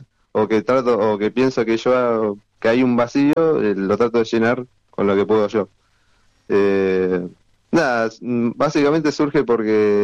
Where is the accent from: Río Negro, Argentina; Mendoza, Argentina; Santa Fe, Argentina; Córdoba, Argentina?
Río Negro, Argentina; Viedma; soy de Viedma, de Río Negro